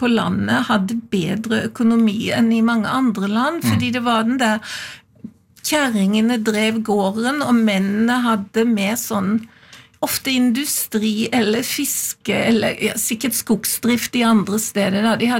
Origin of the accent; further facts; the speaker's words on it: Farsund, Agder, Norway; born there; Jeg er født i Farsund, på Lista, men der har jeg jo aldri bodd.